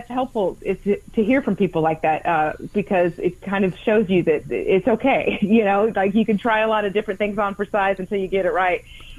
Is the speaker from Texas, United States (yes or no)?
yes; Houston, Texas, United States; Well, I grew up in Houston, my formative years